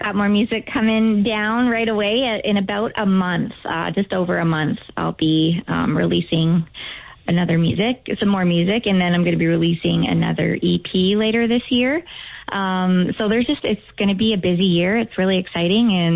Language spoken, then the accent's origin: English; Hudson Bay, Saskatchewan, Canada; Yeah, I'm from Hudson Bay.